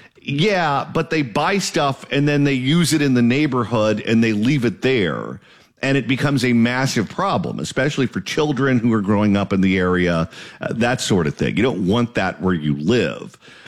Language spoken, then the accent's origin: English; Garden Grove, California, United States; I remember growing up in Orange County. I grew up in Garden Grove.